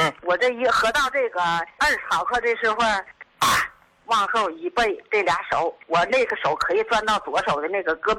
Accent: Tangshan, Hebei, China; 我是唐山的

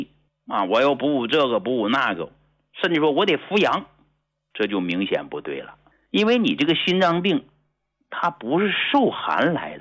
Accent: Northeast China, China; moved away; 小时候在东北睡那大炕啊

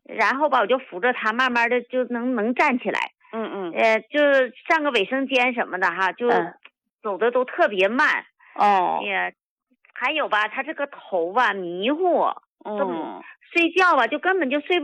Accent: Heilongjiang, China; 我是黑龙江的。

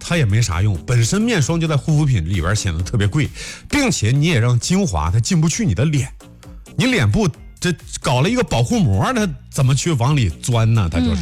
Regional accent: Henan, China; 咱们河南人

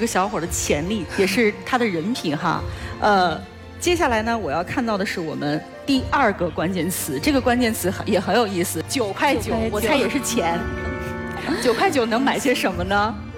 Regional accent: China; 其实我们中国人的传统还是要看看父母的意见的。

